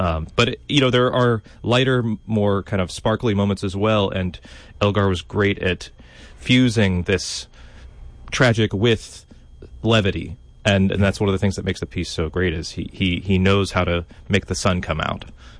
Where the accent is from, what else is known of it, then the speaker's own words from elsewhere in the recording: Louisiana, United States; I'm glad to be back playing it in my hometown in Louisiana, the whole thing.